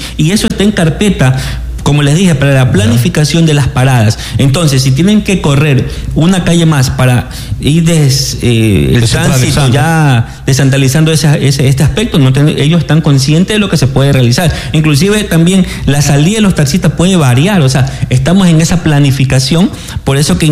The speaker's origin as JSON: {"language": "Spanish", "region": "Santa Elena", "country": "Ecuador", "tie": "born or raised there", "said": "nací y crecí en Santa Elena. Tengo 44 años viviendo en Santa Elena. Soy nativo de Santa Elena. No llegué a Santa Elena a vivir por obra y gracia."}